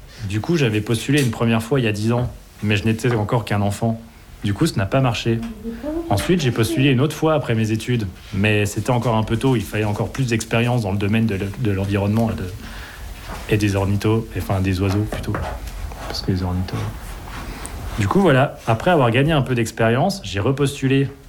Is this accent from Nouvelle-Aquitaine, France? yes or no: no; Bourgogne-Franche-Comté, France; moved away as an adult; Je viens de France. Je viens de Franche-Comté.